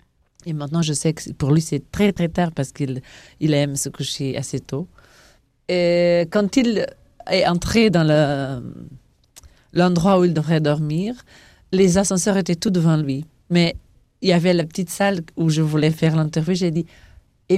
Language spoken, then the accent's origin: French; Portugal; French is a second language; now in Vatican City; Oui, absolument. Il n'y a pas beaucoup de portugaises ici.